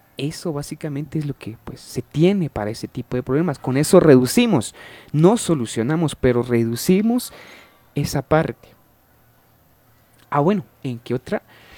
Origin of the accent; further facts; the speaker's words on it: San Miguel Ixtahuacán, San Marcos, Guatemala; tanto como guatemaltecos, como de San Miguel Ixtahuacán, representa nuestra cultura.